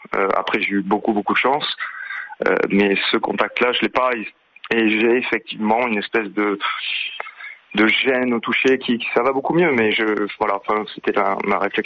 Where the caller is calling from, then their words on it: Bayonne, Nouvelle-Aquitaine, France; Je suis de Bayonne